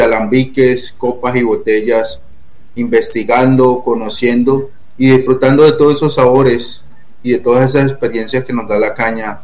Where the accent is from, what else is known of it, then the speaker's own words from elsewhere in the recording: Roberto Payán, Nariño, Colombia; Sí, yo soy de Roberto Payán Nariño, eso es Pacífico Sur, ahí es pegado con Barbacoas, Tumaco y todo lo que es la vertiente del Telembí, Magüey Payán.